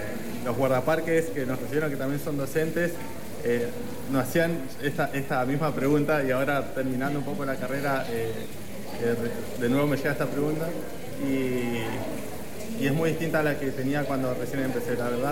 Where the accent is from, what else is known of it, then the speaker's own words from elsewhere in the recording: Tierra del Fuego, Argentina; now in Misiones, Argentina; estoy estudiando la carrera de técnico universitario Guardaparque de la Universidad Nacional de Misiones y vengo desde Tierra del Fuego